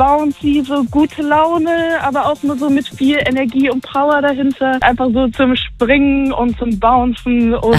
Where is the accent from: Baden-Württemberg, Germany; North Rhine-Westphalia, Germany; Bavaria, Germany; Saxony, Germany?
Baden-Württemberg, Germany; moved away as an adult; now in Zurich, Switzerland; Tatsächlich komme ich eigentlich aus der Region Stuttgart, aber ich wohne jetzt seit circa 2 Jahren in Zürich.